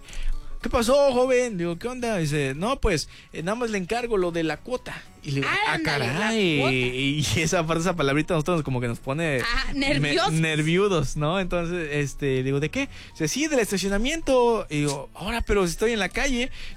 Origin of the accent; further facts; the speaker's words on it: Acapulco, Guerrero, Mexico; La verdad me sentí en mi pueblo, justo aquí en Acapulco